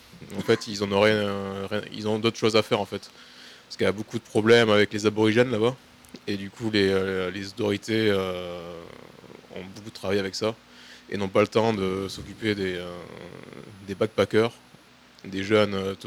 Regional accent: France; also born or lived in New Zealand; now in Australia; je suis parti de France en 2017, à Nouvelle-Zélande. Je suis resté là-bas 4 ans. Et après, j'ai bougé en Australie, directement.

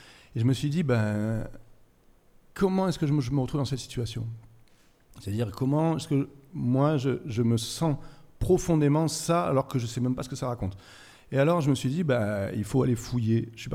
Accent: France; alors que moi je suis français et que je parle très mal anglais.

